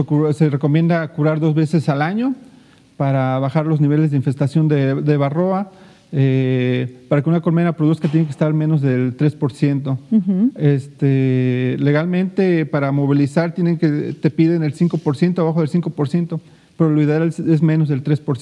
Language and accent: Spanish; Xico, Veracruz, Mexico; moved away as an adult; now in Dos Ríos, Emiliano Zapata, Mexico; No, yo soy originario de San Marcos, Xico, Veracruz. Uh-huh. Ya tengo 8 años viviendo en Dos Ríos, Emiliano Zapata.